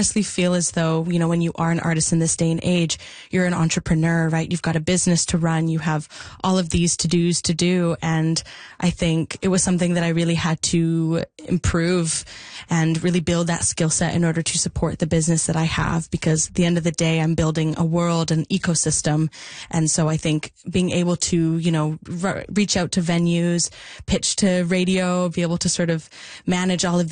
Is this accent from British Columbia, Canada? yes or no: yes; Mission, British Columbia, Canada; the Mission Folk Festival, my hometown folk festival